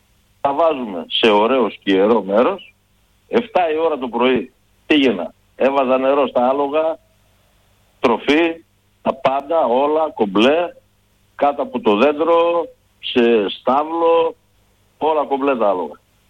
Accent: Thessaloniki, Central Macedonia, Greece; moved away as an adult; now in Kalandra, Greece; Είμαι μεγαλωμένος στη Θεσσαλονίκη. Στο Κορδελιό. Δεν είμαι μεγαλωμένος με ζώα, αλλά το χωριό μου ήταν η Καλάνδρα. Και γύρισα μετά από το στρατό εδώ στην Καλάνδρα.

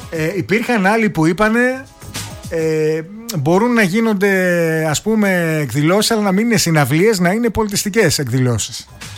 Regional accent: Greece

